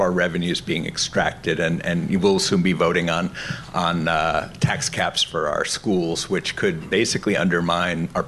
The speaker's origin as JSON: {"language": "English", "town": "Brentwood", "region": "New Hampshire", "country": "United States", "said": "I'm from Brentwood, New Hampshire."}